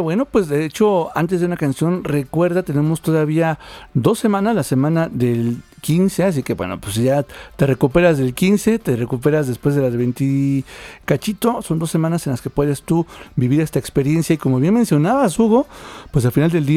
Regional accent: Mexico; en la que orgullosamente, siendo mexicana

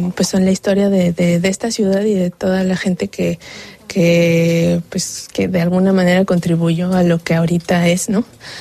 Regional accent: Mexico; Soy mexicana, entonces pues todo eso como que sí le encuentro mucho sentido

